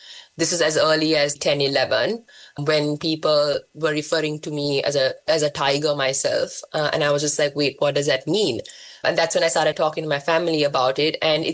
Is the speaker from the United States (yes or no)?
no; Colombo, Western Province, Sri Lanka; I was born in Colombo. I have lived there for almost entirely my entire life.